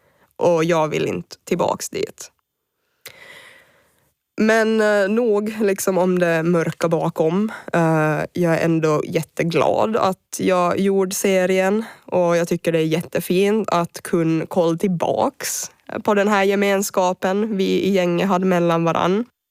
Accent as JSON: {"language": "Swedish", "region": "Ostrobothnia", "country": "Finland", "moved": "yes", "lives_now": "Åland, Finland", "said": "jag är från Österbotten."}